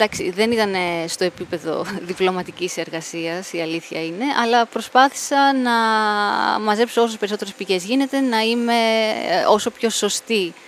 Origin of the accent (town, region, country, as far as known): Agrinio, Western Greece, Greece; born there